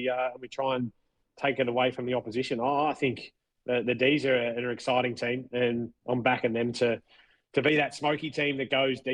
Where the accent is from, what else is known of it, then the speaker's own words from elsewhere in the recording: Victoria, Australia; I'm from Victoria and it's Castlemaine. It's not Castlemaine. This is what I grew up speaking, mate.